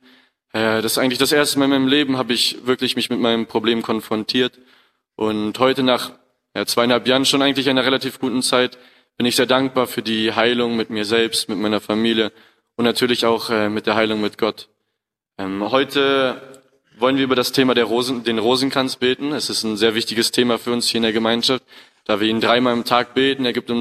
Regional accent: Germany; ich bin 20 Jahre alt, seit 2,5 Jahren in der Gemeinschaft. Ich bin Deutscher

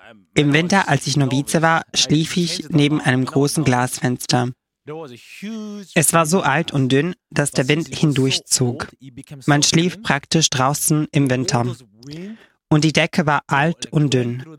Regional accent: South Korea; German is a second language; Zuerst fragte ich mich, warum sollte ich Latein lernen? Als Koreaner ist Latein sehr fern.

